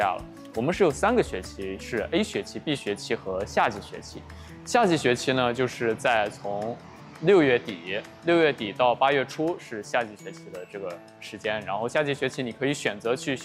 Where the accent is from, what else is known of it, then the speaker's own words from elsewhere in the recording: Shaanxi, China; 因为首先是个人，我是陕西的考生，对，然后第一次来到南方生活